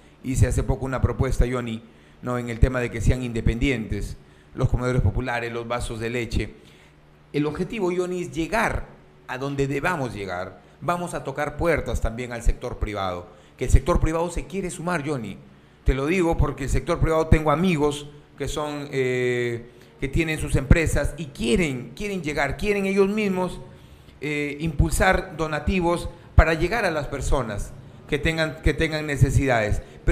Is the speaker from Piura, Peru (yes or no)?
yes; Piura, Peru; also born or lived in Tambogrande, Piura; Nací y crecí en el asentamiento humano Pachitea, pero parte de mi infancia la viví aquí en Tambo Grande, exactamente en el Valle de los Incas, en el caserío de Huiracocha